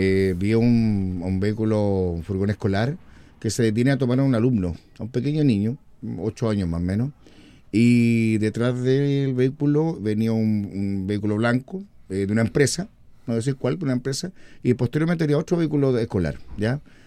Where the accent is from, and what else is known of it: Chile